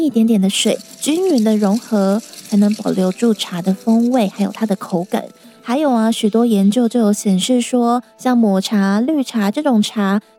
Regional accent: Taiwan; 我们台湾人对于喝茶来说，就是一件稀松平常的事嘛。

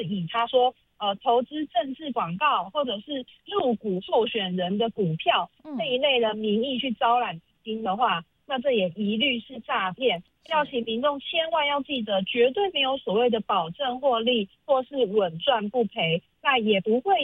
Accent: Taiwan; 因为就是我们台湾人太喜欢讨论政治议题了

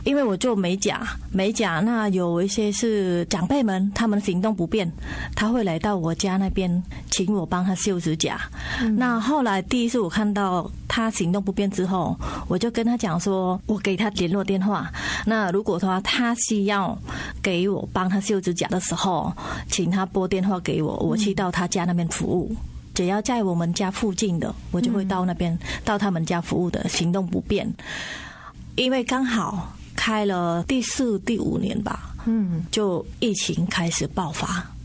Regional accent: Cambodia; Chinese is a second language; now in Taoyuan, Taiwan; 其实从我来到台湾之后，我记得说，因为我住桃园嘛，那桃园的相关政府还蛮注重我们新住民的一些开很多课程，那我也想说，其实我们柬埔寨在台湾蛮少的

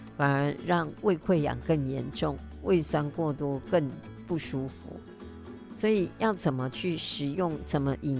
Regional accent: Taiwan; 我们台湾人

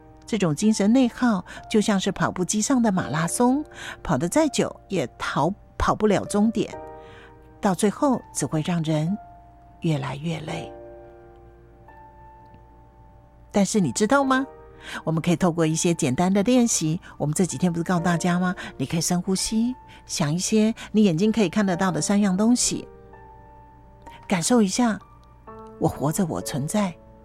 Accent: Hualien County, Taiwan; 对我们整体花莲人来说

